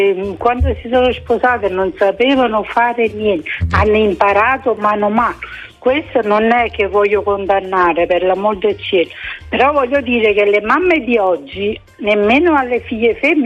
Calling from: Caserta, Campania, Italy; Sono di Caserta.

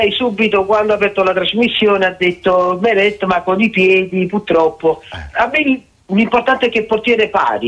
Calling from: Naples, Campania, Italy; io sono napoletano.

